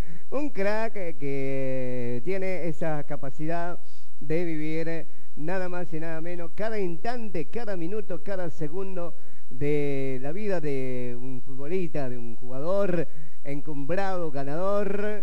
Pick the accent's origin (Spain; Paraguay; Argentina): Argentina; no soy peronista, no soy justicialista, no soy radical, no soy de izquierda, no soy de derecha ni del centro, soy argentino